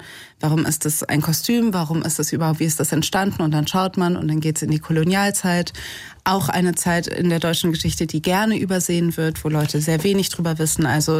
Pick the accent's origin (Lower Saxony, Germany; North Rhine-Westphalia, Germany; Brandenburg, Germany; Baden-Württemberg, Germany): North Rhine-Westphalia, Germany; Cologne; ich bin Kölnerin, das heißt, in unseren Traditionen steckt es auch.